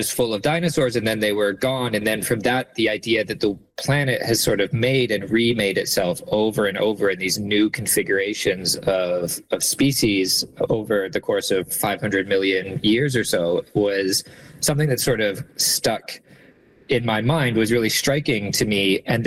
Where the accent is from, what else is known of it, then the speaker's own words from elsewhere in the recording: Calgary, Alberta, Canada; I grew up in Calgary, and I spent a lot of time in Drumheller trying to find dinosaur fossils